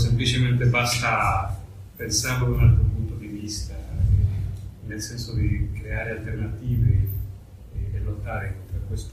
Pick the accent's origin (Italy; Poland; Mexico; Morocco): Mexico; Italian is a second language; Io vengo dal Messico e lì la realtà, diciamo, nordamericana degli Stati Uniti è molto presente